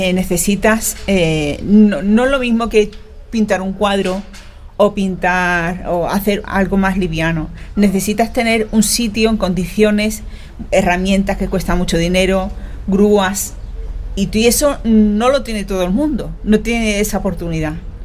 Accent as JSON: {"language": "Spanish", "town": "Cádiz", "region": "Andalusia", "country": "Spain", "said": "El ser reconocida en mi tierra."}